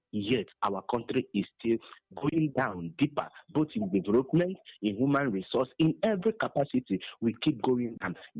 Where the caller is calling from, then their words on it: Nigeria; I'm calling from Mumune, Mumune again.